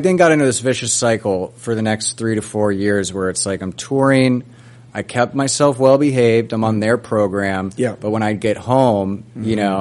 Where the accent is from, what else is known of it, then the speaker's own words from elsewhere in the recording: Florida, United States; I'm from Florida.